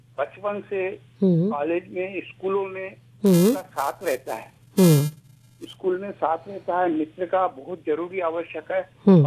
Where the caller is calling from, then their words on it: Malegaon, Maharashtra, India; मैं मालेगांव से बोल रहा हूँ